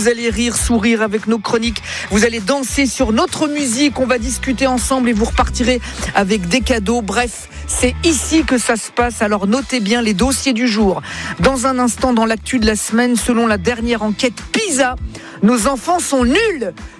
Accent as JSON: {"language": "French", "country": "Italy", "said": "Je suis italien, moi. Je parle avec les mains, moi."}